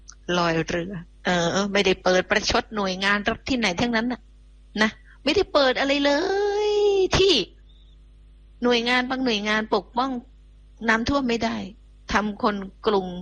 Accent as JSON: {"language": "Thai", "region": "Phuket", "country": "Thailand", "tie": "born there", "lives_now": "Bangkok, Thailand", "said": "ดิฉันน่ะเกิดจริงดิฉันเกิดถนนดีบุกจังหวัดภูเก็ตเนอแต่ช่วงนี้ดิฉันอยู่กรุงเทพ"}